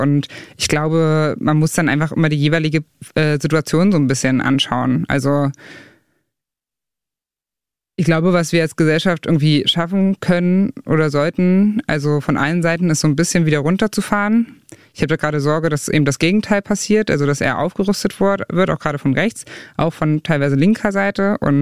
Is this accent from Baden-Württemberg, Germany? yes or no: no; Saxony-Anhalt, Germany; Also weil ich habe das Gefühl, dass da in Teilen Ostdeutschlands und Sachsen-Anhalt und der Altmark, wo ich herkomme, dass da so eine Parallelöffentlichkeit und Parallelwelt so ein bisschen entsteht